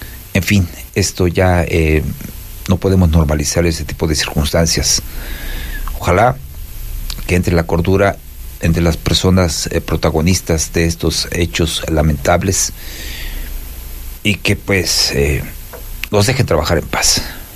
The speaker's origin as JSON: {"language": "Spanish", "town": "Zitácuaro", "region": "Michoacán", "country": "Mexico", "tie": "born or raised there", "said": "cómo me duele mi Zitácuaro, mi terruño"}